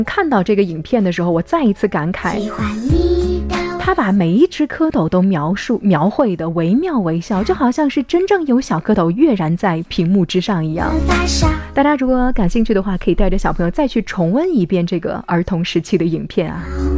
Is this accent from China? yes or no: yes; China